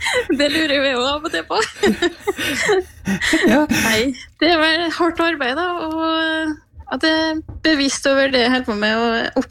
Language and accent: Norwegian; Møre og Romsdal, Norway; Jeg kommer fra Bremsnes